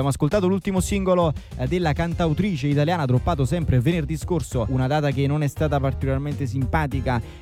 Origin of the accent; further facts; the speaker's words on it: Naples, Campania, Italy; sono un po' scaramantico da buon napoletano